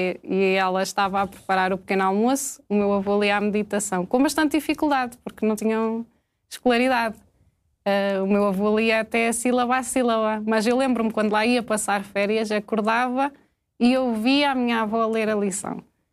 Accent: Serpins, Centro, Portugal; also born or lived in Coimbra; Pertence ao distrito de Coimbra, é Serpins, no concelho da Lousã. É uma freguesia.

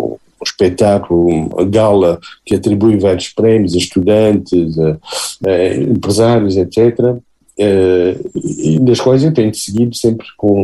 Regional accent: Portugal; first language Portuguese; now in France

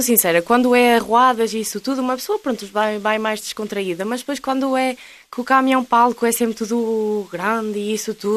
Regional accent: Mirandela, Norte, Portugal; E nós, não, somos de Mirandela.

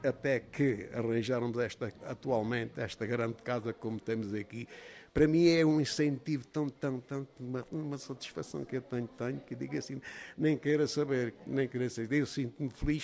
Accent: Covilhã, Centro, Portugal; eu já cá, eu sou da Covilhã

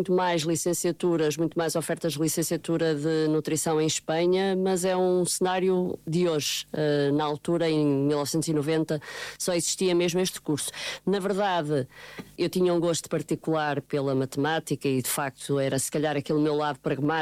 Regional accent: São João da Madeira, Aveiro, Portugal; moved away as an adult; also born or lived in Porto; eu sou de São João da Madeira, aos 18 anos a minha vida foi em São João da Madeira e depois é que fui para o Porto para a faculdade.

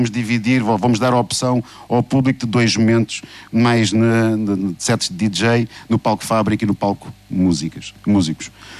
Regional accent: Faro, Algarve, Portugal; eu sou farense, tenho, obviamente sou suspeito

